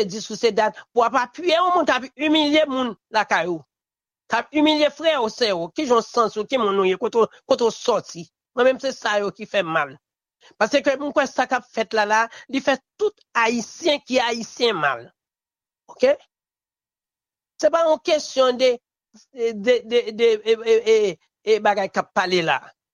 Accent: Haiti; Parce que moi-même, moi, senti me frustré. En tant que haïtien, pour moi, c'est haïtien.

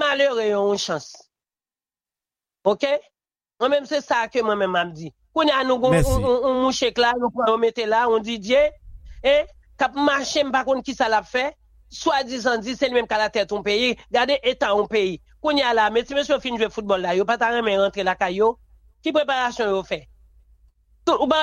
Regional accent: Haiti; Parce que moi-même, je sens que je suis frustré en tant que haïtien.

